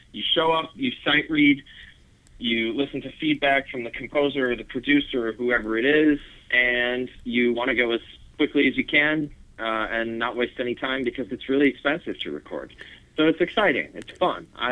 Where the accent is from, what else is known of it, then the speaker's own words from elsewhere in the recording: Saginaw, Michigan, United States; I'm from Saginaw